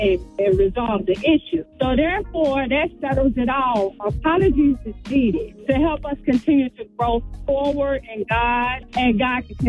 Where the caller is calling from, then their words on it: Detroit, Michigan, United States; I'm calling from Detroit.